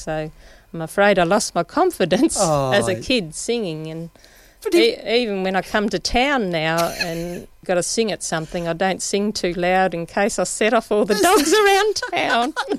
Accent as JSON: {"language": "English", "town": "Harvey", "region": "Western Australia", "country": "Australia", "tie": "born or raised there", "said": "Yes, I'm one of the lucky ones that can say I was born here and I've been bred here."}